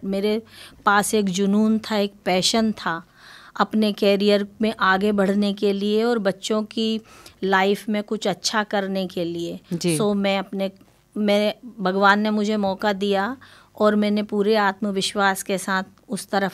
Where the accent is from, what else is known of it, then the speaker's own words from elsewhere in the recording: Harda, Madhya Pradesh, India; moved away as an adult; now in Australia; मैं मध्य प्रदेश से हूँ। मध्य प्रदेश के पास भोपाल के पास एक छोटा सा शहर है, उसका नाम है हरदा। वो हरदा से मैं बिलोंग करती हूँ